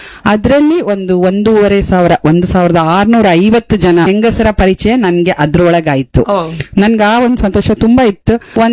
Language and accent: Kannada; Raichur, Karnataka, India; now in Kota, India; ನಾವು ಹುಟ್ಟಿ ಬೆಳೆದಿದ್ದೆಲ್ಲ ರಾಯಚೂರು, ಮದುವೆ ಆಗಿ ಬಂದಿದ್ ವಾಪಸ್ ಬೈಂದೂರ್ಗೆ, ಆಮೇಲೆ ಮತ್ತೆ ನಾವು ಇಲ್ಲೇ ಇದ್ದಿದ್ದೀಗ ಕೋಟಕ್ಕೆ ಬಂದದ್ದು.